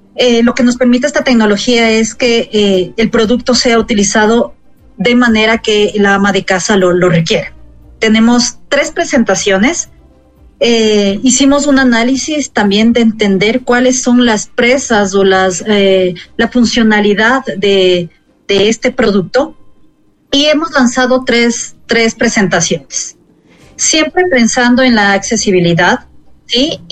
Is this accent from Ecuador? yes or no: yes; Ecuador; para nosotros como ecuatorianos